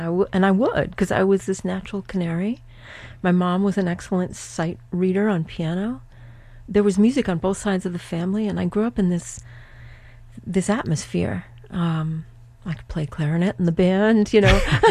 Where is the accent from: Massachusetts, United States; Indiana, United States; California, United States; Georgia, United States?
Massachusetts, United States; Rockport; being in Rockport, growing up in Rockport, where I barely got in the FM radio dial.